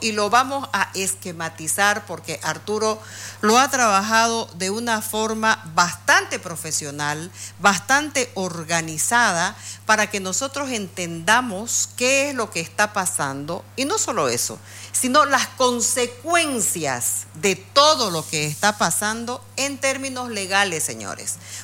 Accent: Santa Cruz de la Sierra, Santa Cruz, Bolivia; Orgullosamente, Camba, Kurumi, como quieran decirme. No me importa, soy de Santa Cruz y amo mi tierra.

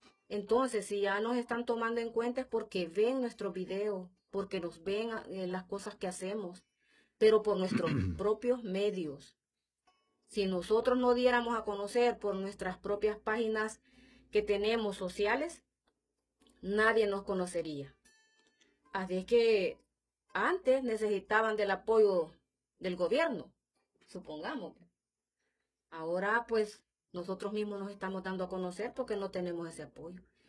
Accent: El Salvador

